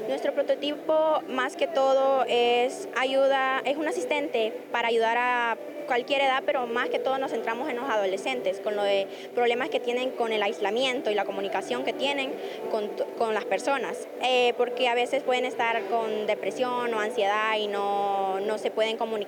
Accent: Choluteca, Honduras; Bueno, nosotros somos de Choluteca, representando al Instituto José Cecilio del Valle

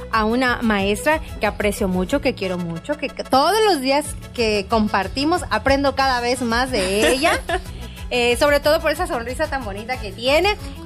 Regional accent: Mexico; born there; nos sentimos súper orgullosos de haber nacido en este maravilloso país

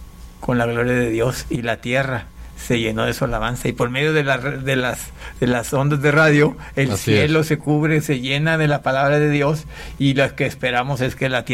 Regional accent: Panama; born there; also born or lived in Mexico; Bueno, yo nací en Panamá, soy panameño de nacimiento, mexicano de nacimiento.

